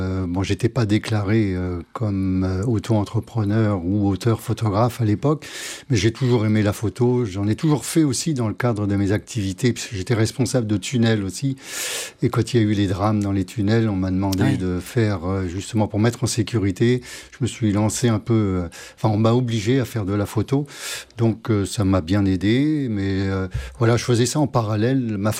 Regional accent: Fécamp, Normandy, France; moved away as an adult; also born or lived in Marseille; now in Trèbes, France; Je suis normand d'origine, j'ai travaillé en port maritime à Fécamp, ma ville natale.

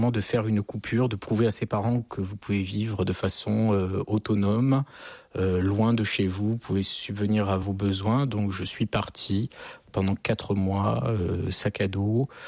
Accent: France

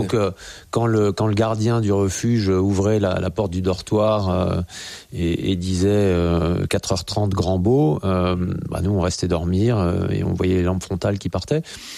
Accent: Grenoble, Auvergne-Rhône-Alpes, France; born there; puisque je suis né à Grenoble, donc il y avait le Sapet, les plateaux autour de Grenoble.

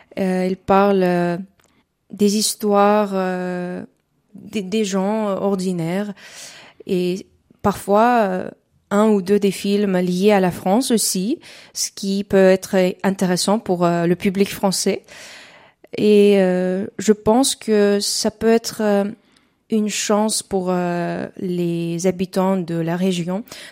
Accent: Uzbekistan; French is a second language; moved away as an adult; Chez nous, en Ouzbékistan, c'est un peu différent.

